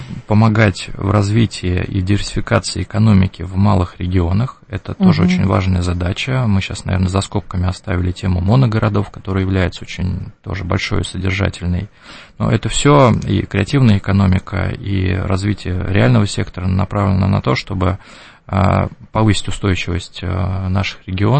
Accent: Kovrov, Vladimir Oblast, Russia; Я родился и вырос в Коврове, мои дети там родились там же.

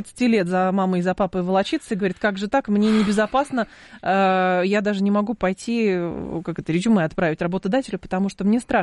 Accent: Lyubertsy, Moscow Oblast, Russia; born there; Я из Люберец

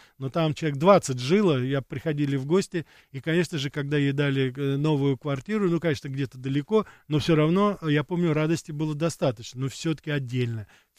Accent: Moscow, Russia; мое детство прошло, допустим, в Сокольниках ранее было, около фабрики Бабаева.

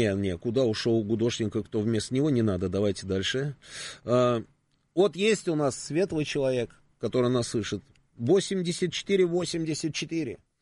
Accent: Moscow, Russia; Я говорю, из Москвы. О, чую же говор. Ну, вот что тут скажешь. Вот, понимаете, у нас, оказывается, говор.

